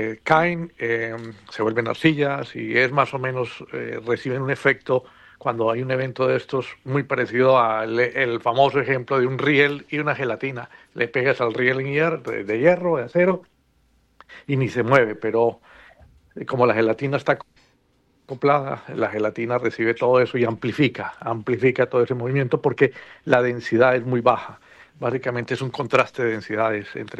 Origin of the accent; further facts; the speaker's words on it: Manizales, Caldas, Colombia; yo debo además confesar que yo soy de Manizales y me crié alrededor de este tipo de fenómenos.